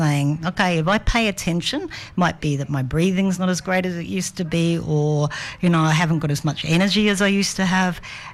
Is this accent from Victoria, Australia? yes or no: no; Brisbane, Queensland, Australia; I grew up in Brisbane. I was probably part of that generation that was the let's get physical generation.